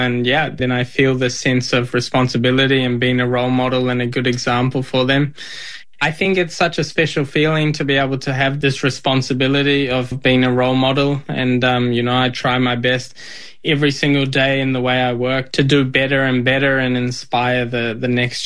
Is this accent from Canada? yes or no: no; New Zealand; born there; Obviously, I was born in New Zealand, but I come from Indian background with Punjabi parents.